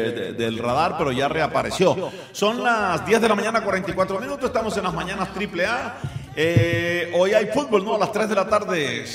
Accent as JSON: {"language": "Spanish", "town": "Cartagena", "region": "Bolívar", "country": "Colombia", "said": "Si el que va a fumar es él. Yo soy de Cartagena y quiero escuchar."}